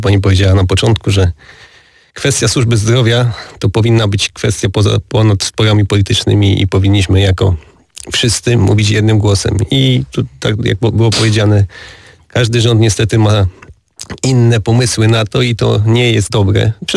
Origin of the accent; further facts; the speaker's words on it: Kluczbork, Opole Voivodeship, Poland; akurat jestem z Kluczborka